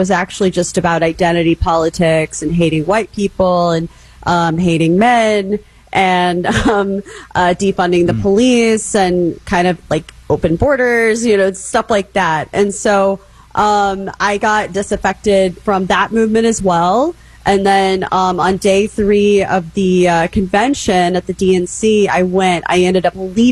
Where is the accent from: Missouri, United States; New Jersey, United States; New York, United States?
Missouri, United States; Kansas City; I'm from the middle of the country. Originally, I'm from Kansas/Missouri. I claim both sides of the state line, Kansas City. And I grew up in a mostly working class union family.